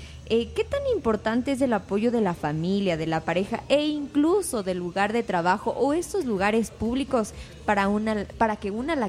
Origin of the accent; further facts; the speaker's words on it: Ambato, Tungurahua, Ecuador; yo vengo de Ambato